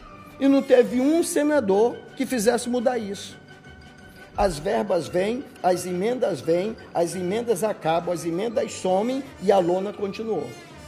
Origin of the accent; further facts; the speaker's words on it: Roraima, Brazil; Eu sou de Roraima, então eu tenho que trabalhar pelo Estado de Roraima.